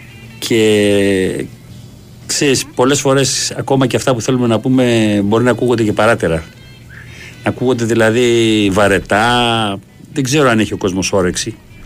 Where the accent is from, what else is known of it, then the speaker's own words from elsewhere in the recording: Heraklion, Crete, Greece; Θυμάμαι όταν ήμουν μικρός που έμενα στο Ηράκλειο, ας πούμε, στην Κρήτη, ξέρεις, είχε πάρα πολλά λυράρικα εκεί πέρα.